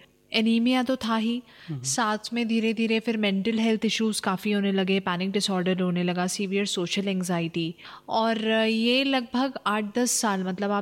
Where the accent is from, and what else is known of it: Bhopal, Madhya Pradesh, India; born or raised there